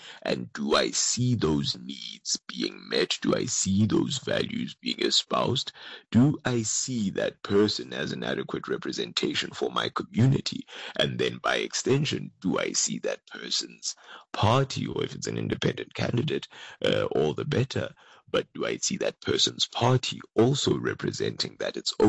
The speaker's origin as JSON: {"language": "English", "country": "South Africa", "said": "as South Africans"}